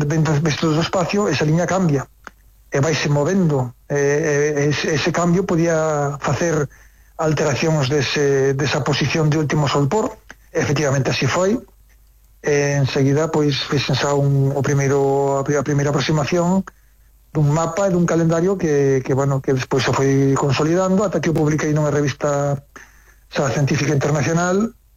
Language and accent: Galician; Baio, Galicia, Spain; Como son da Costa da Morte, ou son de Baio, pois traios por aquí de visita.